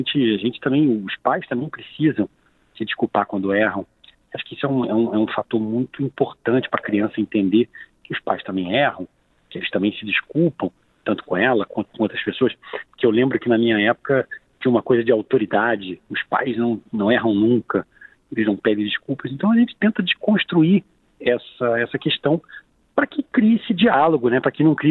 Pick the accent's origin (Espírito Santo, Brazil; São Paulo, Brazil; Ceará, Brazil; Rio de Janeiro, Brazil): Rio de Janeiro, Brazil; eu sou um homem que nasci e cresci numa comunidade, né? Eu cresci em favela no Rio de Janeiro. Então, com 18 anos